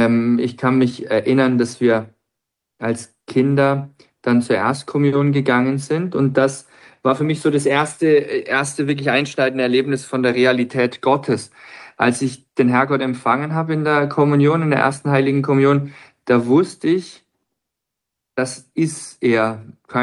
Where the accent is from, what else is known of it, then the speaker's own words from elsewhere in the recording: Bayreuth, Bavaria, Germany; Ich bin geboren in Bayreuth im schönen Frankenland. Bin dort aufgewachsen in einem kleinen Kaff.